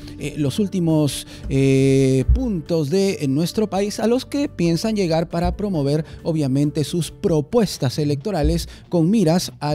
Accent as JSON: {"language": "Spanish", "country": "Peru", "said": "nuestra tradición, nuestras danzas, eso que como peruanos debemos amar"}